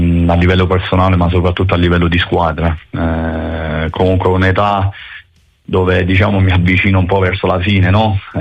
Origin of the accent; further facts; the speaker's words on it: Naples, Campania, Italy; sono contento da napoletano che qualche ragazzo del settore giovanile, qualche napoletano veste la maglia della prima squadra, perché diciamo quando da napoletano giochi con quella squadra avverti un sapore diverso, no?